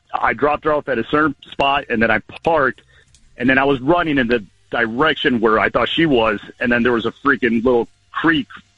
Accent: Lindenhurst, New York, United States; Lindenhurst.

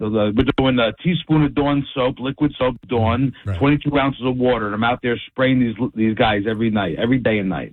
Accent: Bloomfield, New Jersey, United States; moved away as an adult; now in Toms River, United States; I grew up in Essex County. Three-year-old, I came down Toms River 22 years ago

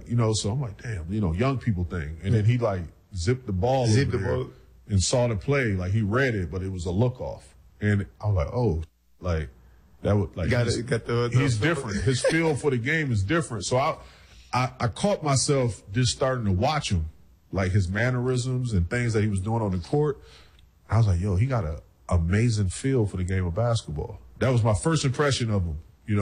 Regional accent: Milwaukee, Wisconsin, United States; born there

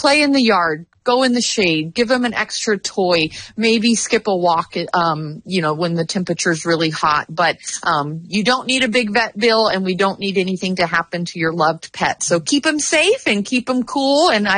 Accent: the Valley, California, United States; moved away; I am a Valley girl at heart. I did. Born and raised in the Valley.

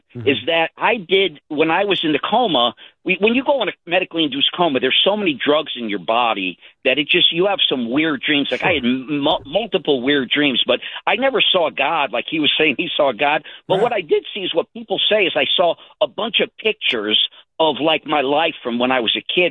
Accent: Connecticut, United States; moved away as an adult; now in South Carolina, United States; when I was like 5 years old growing up in Connecticut all my life, and the people that I've known since I moved to South Carolina 30 years

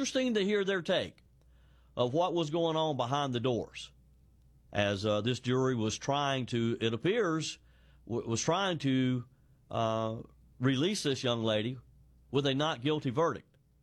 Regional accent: South Carolina, United States; I know there was chaos in my home state of South Carolina.

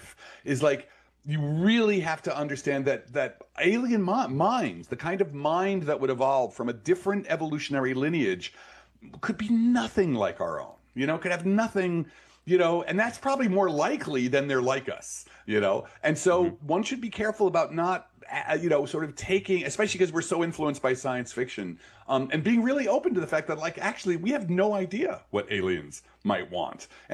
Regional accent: Belleville, New Jersey, United States

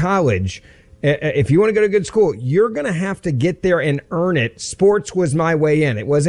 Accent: Memphis, Tennessee, United States; the African-American University of Memphis, my hometown football coach

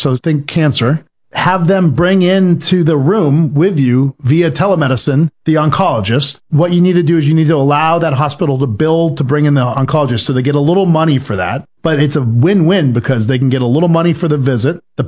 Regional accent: Patten, Maine, United States; my hometown of Patton, Maine

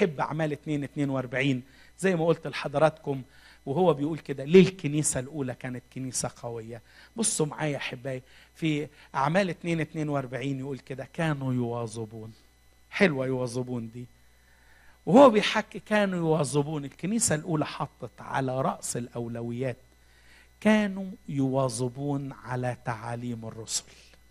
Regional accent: Egypt; الكبار الاتقياء عندنا في مصر كانش يعملوا حاجه يوم الحد ده خالص،

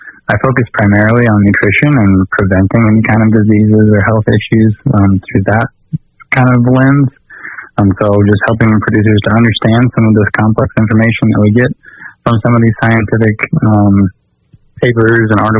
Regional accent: Missouri, United States; now in South Dakota, United States; So I am originally from Missouri, and I grew up on a small family farm there.

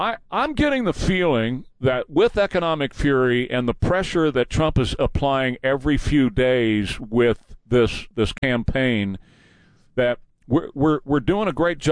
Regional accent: Texas, United States; I'm from South Texas.

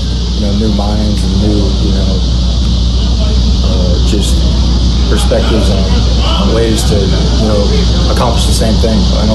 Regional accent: Indiana, United States; I'm from Indiana, so.

